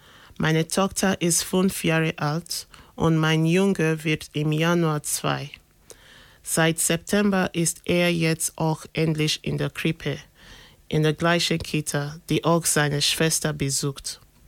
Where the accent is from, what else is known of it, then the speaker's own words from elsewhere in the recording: Benin City, Edo, Nigeria; German is a second language; moved away as an adult; now in Germany; Ich komme aus Nigeria, aus Benin City. Das liegt in Edo State. 2015 bin ich nach Deutschland gekommen.